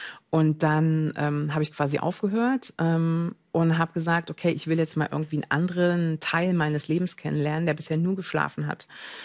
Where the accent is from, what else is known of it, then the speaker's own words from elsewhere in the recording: East Germany, Germany; Ich komme aus dem Osten. Du bist was, wenn du leistest.